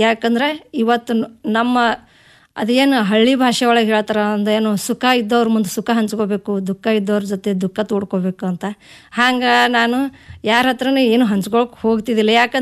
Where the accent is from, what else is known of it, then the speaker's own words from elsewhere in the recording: Javali D, Karnataka, India; ನಾನು ಕಲಬುರಗಿ ಜಿಲ್ಲೆ ಆಳನ್ ತಾಲೂಕಿನ ಜವಳಿ ಡಿ ಎಂಬ ಗ್ರಾಮದಲ್ಲಿ ಹುಟ್ಟಿದ್ದೇನೆ.